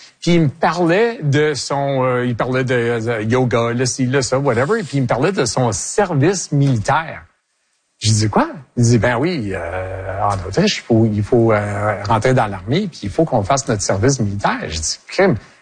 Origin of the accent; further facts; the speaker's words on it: Quebec, Canada; Écoute, je suis fier québécois. J'ai été né ici. Mes parents ont été nés ici. Mes grands-parents ont été nés ici. J'ai été éduqué en français.